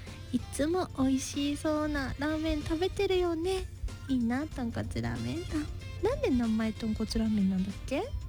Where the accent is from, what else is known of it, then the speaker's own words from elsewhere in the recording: Tokushima, Japan; moved away; 私徳島出身やったから、あーもうわややわとか言うよね。